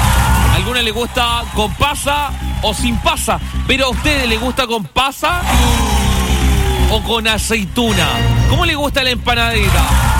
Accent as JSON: {"language": "Spanish", "town": "Valdivia", "region": "Los Ríos", "country": "Chile", "said": "yo soy de Valdivia"}